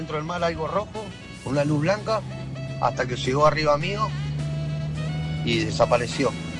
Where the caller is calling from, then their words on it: Mar Azul, Buenos Aires Province, Argentina; de Mar Azul.